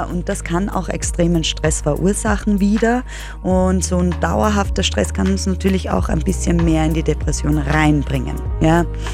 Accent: Lower Austria, Austria; Ich komme aus dem Waldviertel, ja.

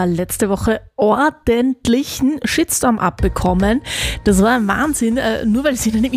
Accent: Upper Austria, Austria; da tue ich mir als Oberösterreicherin auch schwer.

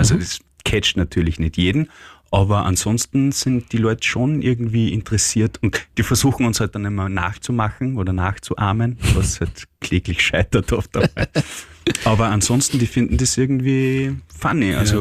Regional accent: Linz, Upper Austria, Austria; wir sind aus Linz, aus Oberösterreich

